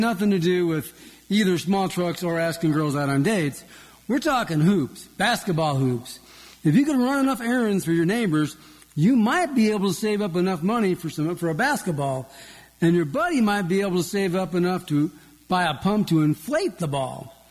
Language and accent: English; New York City, New York, United States; I grew up in the Bronx in New York City. The population density was high and the average income was low.